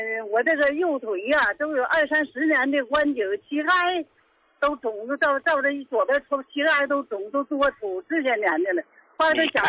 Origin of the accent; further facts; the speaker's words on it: Qingdao, Shandong, China; 我是青岛的。